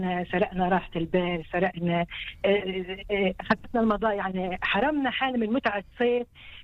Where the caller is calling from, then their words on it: Tamra, Northern District, Israel; أنا بحكي من الجليل من الشمال من طمرة